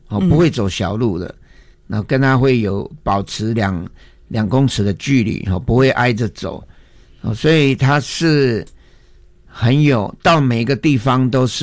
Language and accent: Chinese; Daxi, Taoyuan, Taiwan; also born or lived in Yangmei, Taoyuan; 我的老家 嗯， 在大溪哈桥隘，我的家两楼半